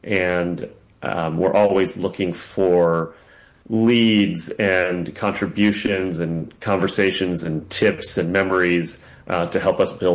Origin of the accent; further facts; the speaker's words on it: Hockessin, Delaware, United States; now in Brooklyn, New York, United States; I grew up in Hokesson, Delaware. I now live in Brooklyn, New York.